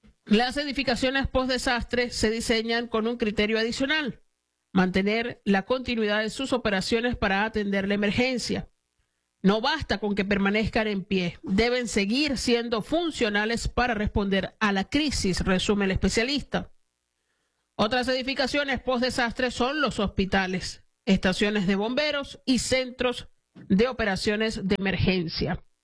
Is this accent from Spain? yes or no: no; Venezuela